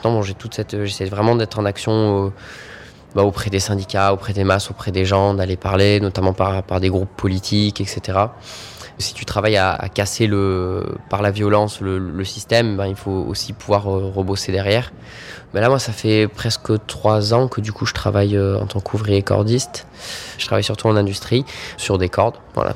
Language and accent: French; Marseille, Provence-Alpes-Côte d'Azur, France; j'ai 27 ans et je suis de Marseille.